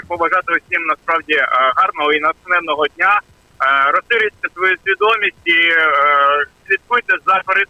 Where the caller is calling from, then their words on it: Lviv, Lviv Oblast, Ukraine; доброго ранку, місто Львів.